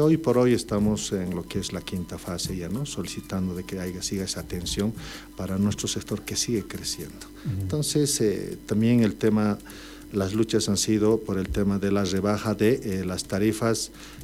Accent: Oruro, Bolivia; aquí somos muchos, también somos orureños

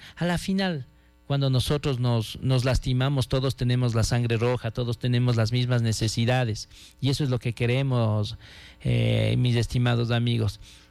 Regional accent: Pujilí, Cotopaxi, Ecuador

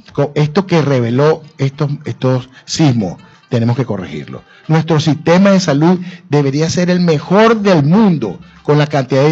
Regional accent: Venezuela; Pero yo estoy seguro, como somos los venezolanos, no solamente vamos a lograrlo

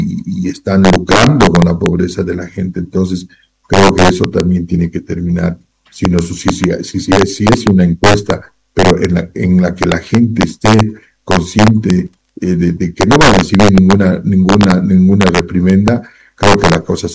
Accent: Bolivia; qué estamos haciendo como bolivianos desde la responsabilidad que tenemos

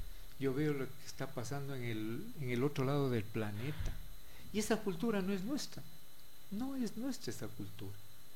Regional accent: San Miguel de Bolívar, Bolívar, Ecuador; moved away; Nosotros muchos de un pueblo pequeñito en donde yo nací, San Miguel de Bolívar

